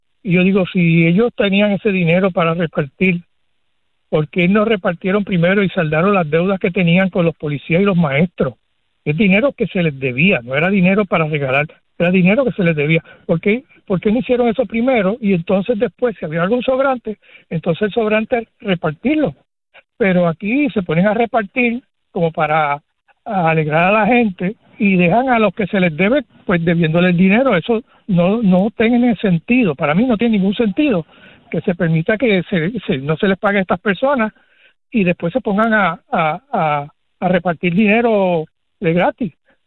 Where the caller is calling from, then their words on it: Guaynabo, Puerto Rico; de Guaynabo.